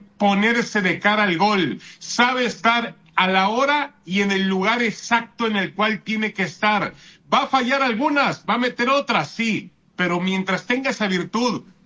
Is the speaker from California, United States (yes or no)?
yes; Newport Beach, California, United States; Ahí era, yo soy nativo de ahí. Newport Beach.